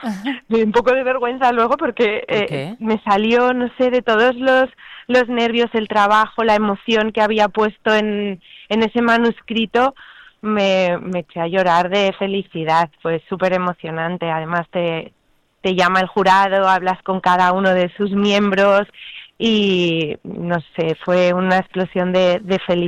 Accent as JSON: {"language": "Spanish", "region": "Aragon", "country": "Spain", "tie": "born or raised there", "moved": "yes", "lives_now": "Barcelona, Spain", "said": "a pesar de llevar más de 20 años aquí en Barcelona, suceden ahí, están imaginadas en los paisajes, en los pueblos, en las ciudades donde yo he pasado mi juventud, mi adolescencia. Sí, vuelvo a Aragón."}